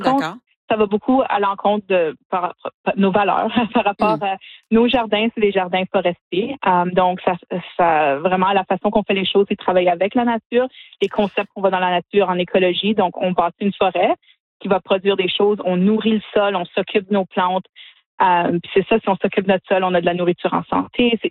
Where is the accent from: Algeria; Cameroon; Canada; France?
Canada; Sudbury, Ontario